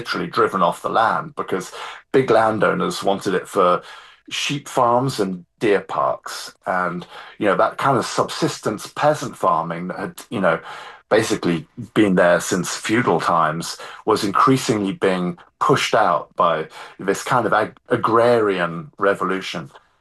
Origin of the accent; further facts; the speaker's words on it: England, United Kingdom; I mean, I'm from Southern England, you know, which is not an area with stone walls.